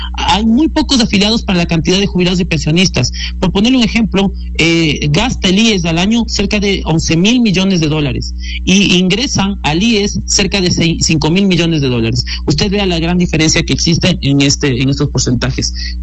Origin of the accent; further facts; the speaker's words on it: Ecuador; nosotros como ecuatorianos